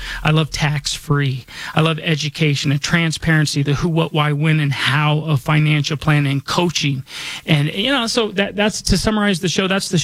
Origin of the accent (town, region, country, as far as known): Denver, Colorado, United States; born or raised there